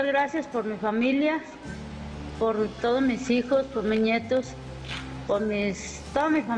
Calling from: Puruándiro, Michoacán, Mexico; De Puruándiro.

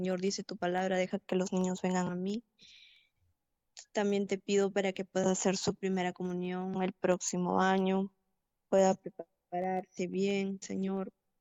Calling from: Piura, Peru; Soy de Piura, Perú.

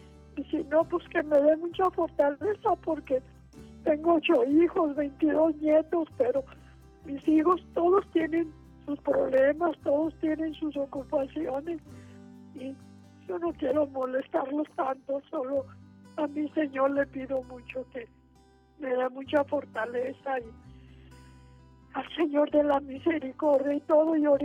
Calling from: Tonalá, Jalisco, Mexico; De aquí, de Tonalá.

